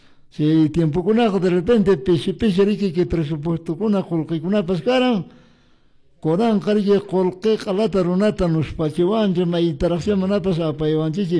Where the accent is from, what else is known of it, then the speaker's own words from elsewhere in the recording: Peru; iniciamos y arrancamos el mes del aniversario patrio de nuestro país, el Perú. Como peruanos